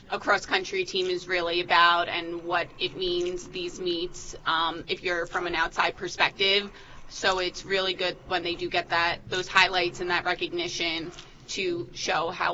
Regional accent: Levittown, New York, United States; I grew up in Levittown, went to MacArthur

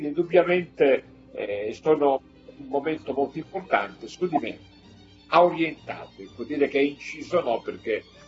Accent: Reggio Calabria, Calabria, Italy; born there; per cui sono nato in una clinica, primo figlio, Reggio Calabria è la città di mia madre, ecco perché sono nato a Reggio Calabria.

